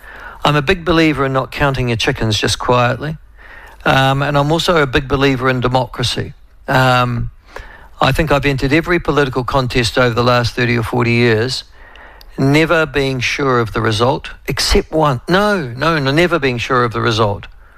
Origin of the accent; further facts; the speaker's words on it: Timaru, Canterbury, New Zealand; now in Bangkok, Thailand; Loving the memories you've drawn out of the ether on Oamaru, as I was brought up in Timaru.